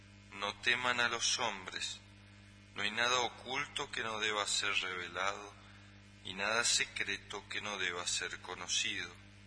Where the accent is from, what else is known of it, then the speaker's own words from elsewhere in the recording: Argentina; born there; nací en la Argentina